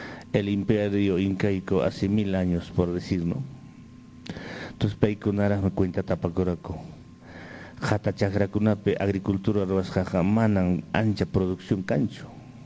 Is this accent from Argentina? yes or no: no; Apurímac, Peru; por mi tierra, Aymaraes, Apurímac